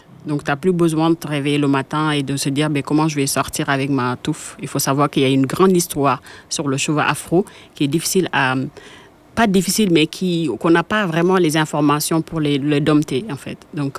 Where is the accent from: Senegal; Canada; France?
Senegal; en tant que Sénégalais